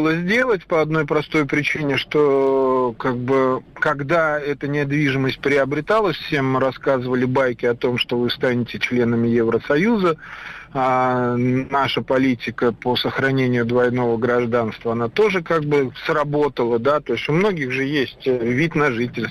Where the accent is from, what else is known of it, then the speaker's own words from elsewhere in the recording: Baku, Azerbaijan; moved away; сам родился и вырос в Баку